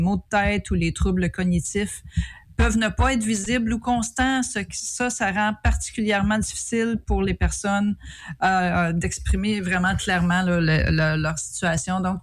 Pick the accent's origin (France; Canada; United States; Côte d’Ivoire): Canada; Gatineau, Quebec; Mon coin de pays à Gatineau